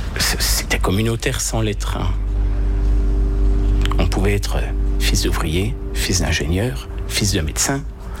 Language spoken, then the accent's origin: French; Belfort, Bourgogne-Franche-Comté, France; Moi, je suis originaire de Belfort, mon papa italien.